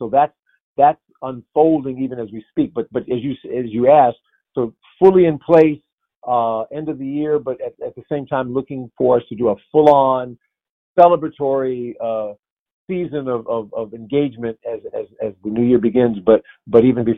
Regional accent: Cleveland, Ohio, United States; I grew up in Cleveland, Ohio, and I was a member of the Antioch Baptist Church. That's where my family was.

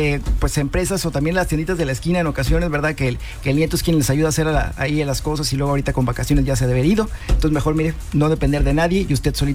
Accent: Mexico

